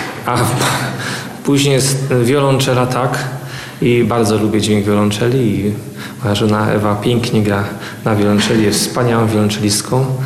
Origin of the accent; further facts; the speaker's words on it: Jastrzębie-Zdrój, Silesian Voivodeship, Poland; moved away as an adult; also born or lived in Katowice / Ostrava; now in Bratislava, Slovakia; Ja pochodzę z Jastrzębia Zdroju, śląskiego miasteczka. Studiowałem w Katowicach, czyli też na Śląsku. Po studiach tak wyjechałem ze Śląska.